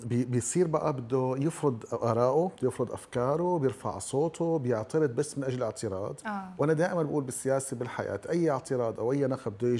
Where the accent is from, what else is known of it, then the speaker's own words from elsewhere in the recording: Syria; هلا أنا بشوف نحن كسوريين تحديدا بحاجة لكل لحظة فرح.